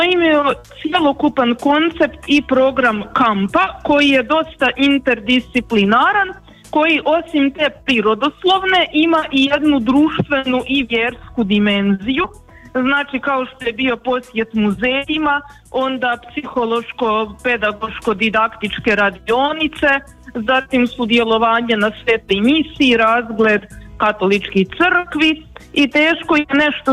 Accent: Sisak, Sisak-Moslavina County, Croatia; moved away as an adult; now in Zagreb, Croatia; dolazim iz Siska, ali već dulje od desetljeća živim u Zagrebu.

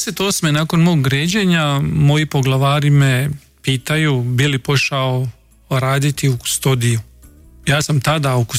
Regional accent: Croatia; moved away; mi smo Hrvati katolici.

